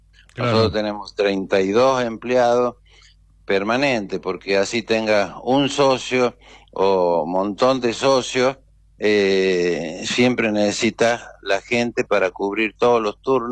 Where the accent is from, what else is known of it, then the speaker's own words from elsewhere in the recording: Chilecito, La Rioja, Argentina; born there; Yo soy nacido en Chilecito. Y bueno, siempre me vine ya como médico a trabajar.